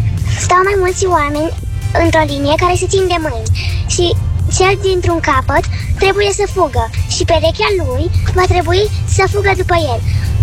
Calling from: Cluj-Napoca, Cluj County, Romania; din Cluj și am 8 ani.

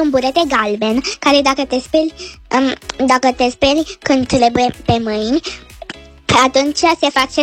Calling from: Bucharest, Romania; din București, am tot 5 ani, 7 luni

